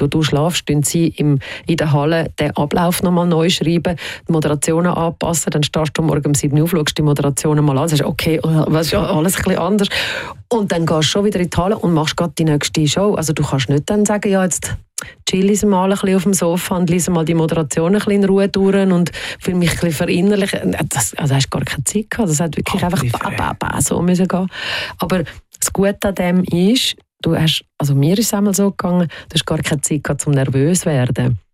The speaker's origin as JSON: {"language": "German", "country": "Switzerland", "tie": "born or raised there", "said": "Auf der anderen Seite bin ich da in der Schweiz aufgewachsen und habe sehr behütete Kindheit gehabt. Ich bin ein Waldkind gewesen. Ich bin neben dem Wald aufgewachsen."}